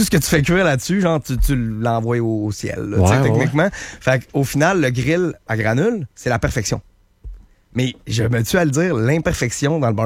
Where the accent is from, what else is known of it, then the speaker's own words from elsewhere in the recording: Saint-Jean-Chrysostome, Quebec, Canada; mon père, moi, on vient de Saint-Jean-Chrysostome, okay. Le Québec, ouais.